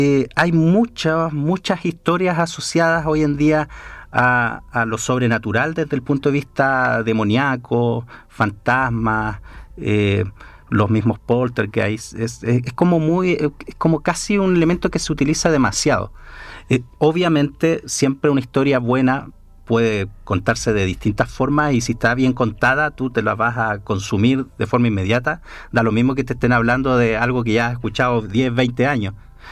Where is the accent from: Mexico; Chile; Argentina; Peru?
Chile; Chillán, Ñuble; born there; Yo, que nací en Chillán